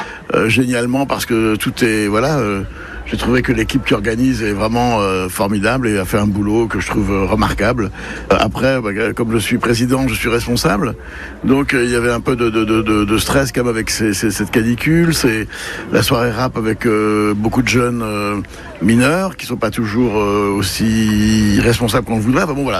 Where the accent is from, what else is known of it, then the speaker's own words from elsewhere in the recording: Brittany, France; first language Breton; French is a second language; Alors je dis toujours que c'est une grande catastrophe que j'ai perdu ma langue maternelle, le breton.